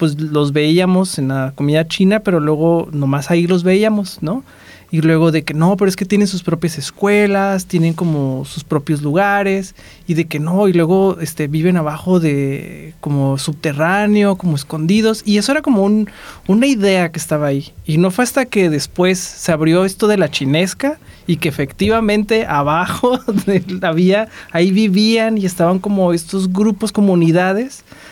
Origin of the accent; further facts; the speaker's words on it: Mexicali, Baja California, Mexico; para mí, que soy de Mexicali